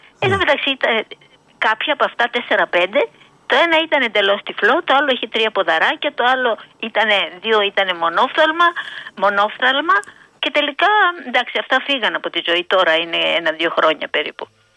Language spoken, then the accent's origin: Greek; Athens, Attica, Greece; moved away as an adult; now in Elliniko, Greece; Και εγώ έμενα χρόνια και γεννήθηκα στο ΜΕΤΣ. Εν τω μεταξύ, τώρα τα τελευταία 10 χρόνια έχουμε έρθει στο άλλο σπίτι που έχουμε στο ελληνικό.